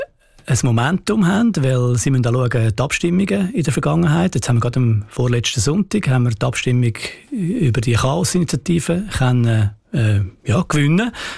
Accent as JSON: {"language": "German", "region": "Glarus", "country": "Switzerland", "tie": "born or raised there", "said": "gerade auch in meinem Heimatkanton, in Glaris"}